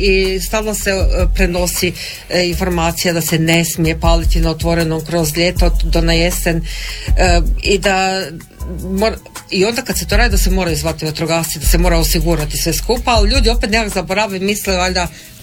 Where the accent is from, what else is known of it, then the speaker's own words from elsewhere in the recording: Hrvatsko Zagorje, Croatia; kod nas u Zagorju